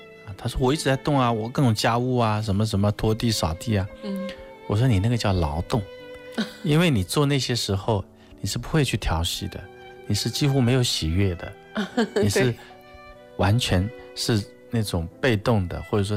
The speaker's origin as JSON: {"language": "Chinese", "country": "China", "said": "那我们中国人呢，他也是讲究一种中正的饱满的一种气象。"}